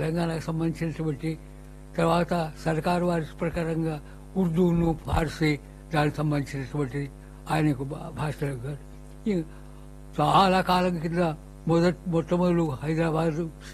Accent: Warangal, Telangana, India; also born or lived in Madikonda; నా బాల్యం వరంగల్ పట్టణంలో పాటు మొదలైంది కొద్ది ఆలస్యంగా, కానీ దగ్గర ఉన్నటువంటి మడికొండలో పాటు నాకు పరిసరాల అవగాహన కలిగినప్పటి నుంచి మడికొండలో ఉన్నాను

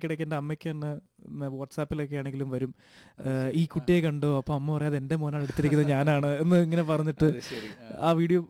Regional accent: Abu Dhabi, United Arab Emirates; also born or lived in Alappuzha, India; ഞാൻ ജനിച്ചത് ആലപ്പുഴയിലാണ്. അവിടെ ചെറിയ 1ാം ക്ലാസ് വരെ അവിടെ പഠിച്ചത്. അത് കഴിഞ്ഞിട്ട് തിരിച്ച് ഞാൻ അച്ഛന് ജോലിയൊക്കെ ആയി ഞങ്ങൾ അബുദാബിയിലേക്ക് ഷിഫ്റ്റ് ചെയ്തു. അപ്പം ഞങ്ങളൊരു 10 വർഷത്തോളം ഞാൻ അബുദാബിയിലായിരുന്നു.

